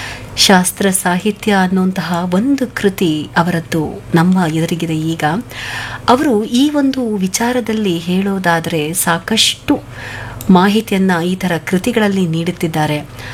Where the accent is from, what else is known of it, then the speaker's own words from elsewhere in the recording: Karnataka, India; ನಾವು ಕನ್ನಡಿಗರು ಬಹಳ ಹೆಮ್ಮೆ ಪಡುವಂತಹ ಒಬ್ಬ ಲೇಖಕರ ಕುರಿತಾದಂತಹ ದಿನ ಇವತ್ತು.